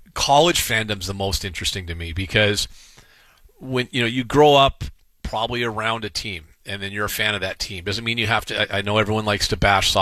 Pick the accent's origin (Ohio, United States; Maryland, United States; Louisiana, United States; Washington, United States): Washington, United States; Seattle; I grew up a Husky fan. I mean, I grew up in Seattle and I grew up a sports fan.